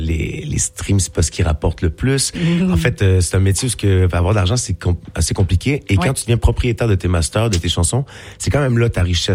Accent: Quebec City, Quebec, Canada; Et chez moi, à Québec, je viens de Québec.

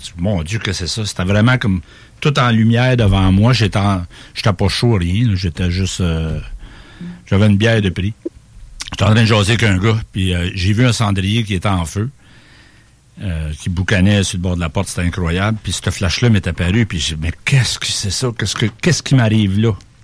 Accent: Sherrington, Quebec, Canada; also born or lived in Rougemont; Quand j'étais jeune, je vivais à Sherrington, dans le rang comptant, dans le petit rang perdu, là, où, c'est quasiment un village qui abrite la lune puis roule le trottoir le soir

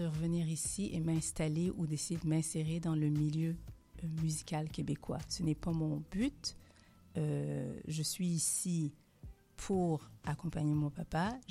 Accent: Haiti; notre histoire en tant qu'Haïtien.

